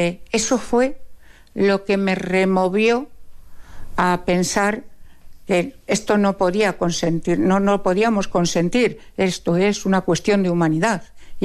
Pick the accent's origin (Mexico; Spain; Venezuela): Spain; La Puebla de Almoradiel, Castilla-La Mancha; born there; nos íbamos a dedicar a viajar y a venir a la Puebla, donde yo tengo una casa. Yo nací en la Puebla de Almoradiel.